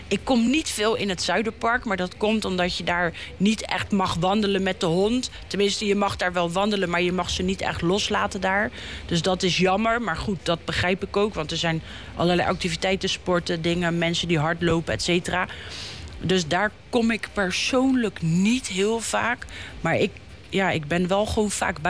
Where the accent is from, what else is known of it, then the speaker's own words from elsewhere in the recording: Rotterdam, South Holland, Netherlands; moved away as an adult; now in The Hague, Netherlands; ik ben geboren en opgegroeid in Rotterdam. En ik woon pas 20 jaar in Den Haag.